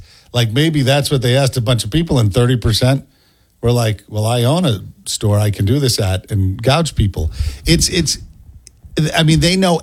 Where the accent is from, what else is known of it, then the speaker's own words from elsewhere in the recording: Rhode Island, United States; You know, this my home state, I love it. Rhode Island is the best.